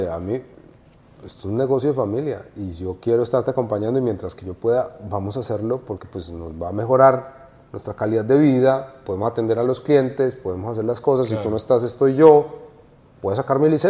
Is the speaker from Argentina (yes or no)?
no; Colombia; moved away as an adult; now in United States; Porque yo en Colombia era.